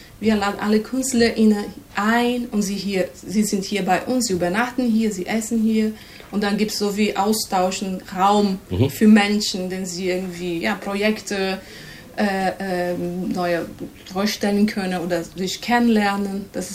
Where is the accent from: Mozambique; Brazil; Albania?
Brazil; German is a second language; now in Germany; also ich komme aus Brasilien, ich habe Theater studiert in der Universität, Theaterpädagogik.